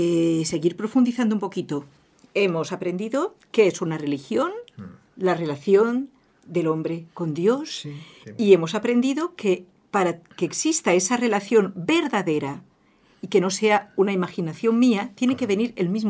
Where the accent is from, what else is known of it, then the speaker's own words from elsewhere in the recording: Spain; los españoles cuando estamos más contentos es cuando levantamos la voz.